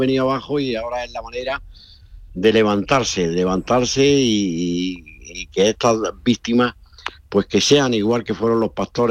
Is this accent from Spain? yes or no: yes; Carrizalejo, Andalusia, Spain; hay un incendio en mi pueblo, entre Los Gallardos y Sorbas, que es el pueblo, Carrizalejo, toda la zona esta, ¿no?